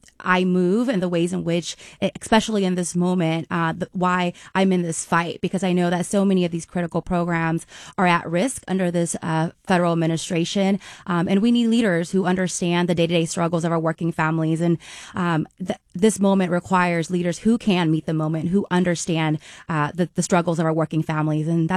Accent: Sacramento, California, United States; I was born and raised in South Sacramento. I am the proud daughter of Hmong refugees.

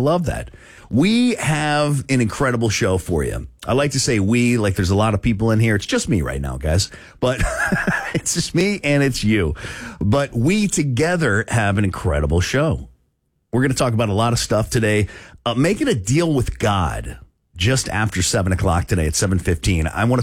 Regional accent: Florida, United States; moved away; I'm from South Florida, right?

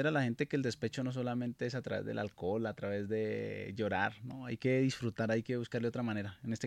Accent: Jambaló, Cauca, Colombia; moved away as an adult; now in Valle del Cauca, Colombia; Actualmente estamos ubicados en el Valle por todo el tema artístico. Soy del municipio de Jambaló, también de Tierra Fría.

